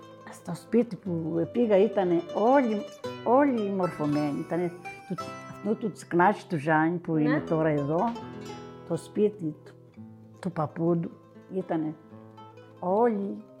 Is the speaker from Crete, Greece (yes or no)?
yes; Vorizia, Crete, Greece; Εγώ ήμουν και από τα Βορίζα, δεν ήξερα και πολλά.